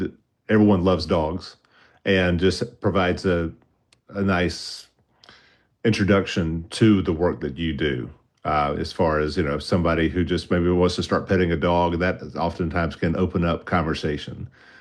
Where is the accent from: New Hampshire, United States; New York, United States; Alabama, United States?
Alabama, United States; born there; now in Virginia, United States; my home state of Alabama